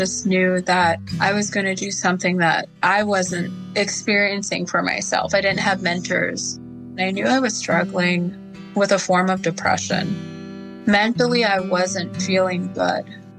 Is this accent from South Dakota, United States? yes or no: yes; South Dakota, United States; now in Shakopee, United States; I am full woman, and I am from Sisseton Wahpeton Oyate, and I am joining here in Shakopee, Minnesota.